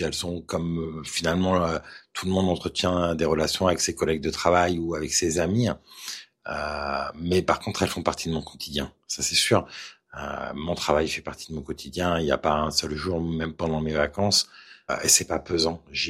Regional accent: Colombes, Île-de-France, France; je suis des années 70. Et en tout cas, à l'époque, malgré que j'habite quand même, quand j'étais petit, à Colombes, qui était une grande ville quand même, de la banlieue parisienne

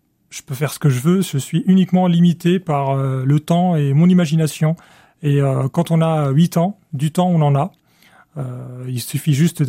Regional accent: Cairo, Cairo Governorate, Egypt; Pour me présenter très vite, j'ai grandi en Égypte, au Caire.

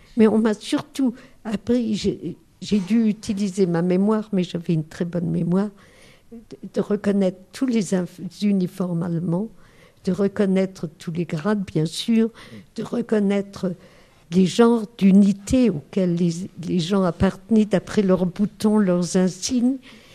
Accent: Metz, Grand Est, France; je suis de Metz et je parle l'allemand couramment.

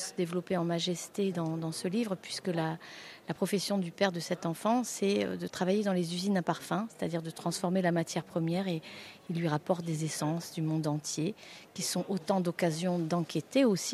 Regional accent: Grasse, Provence-Alpes-Côte d'Azur, France; moved away as an adult; also born or lived in Paris / Vietnam / Philippines; je viens de Grasse, j'ai fait mes études à Paris

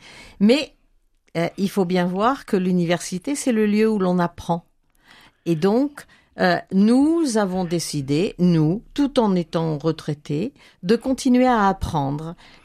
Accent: Lamballe, Brittany, France; moved away as an adult; also born or lived in Madagascar / Loir-et-Cher; je suis du coin, puisque je suis de Lamballe, et mes parents étaient tous les deux de Saint-Aron. Mais je ne suis pas toujours restée à Lamballe, je suis partie avec mon mari, on a fait Madagascar, ensuite on est revenu dans le Loir-et-Cher

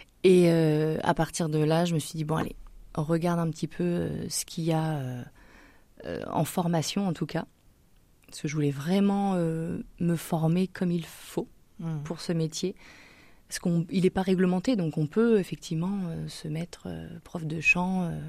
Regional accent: Vernon, Normandy, France; now in Bully, France; donc je suis originaire de Vernon, dans l'Eure. Je suis née là-bas.

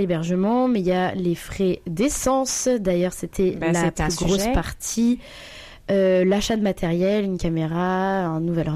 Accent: northern France, France; surtout que je viens encore une fois du Nord

